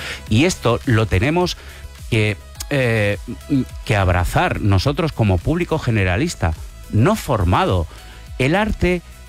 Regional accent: Sant Feliu de Llobregat, Catalonia, Spain; born or raised there

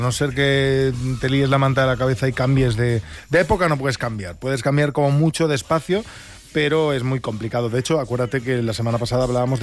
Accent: Noia, Galicia, Spain; en mi pueblo, ahora que, Noia, en Galicia.

